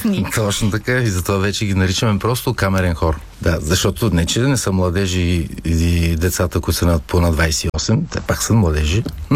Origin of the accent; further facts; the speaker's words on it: Gorna Oryahovitsa, Veliko Tarnovo Province, Bulgaria; тъй като съм от Горна Оряховица, веднага след музикалното училище аз бях и корепетитор там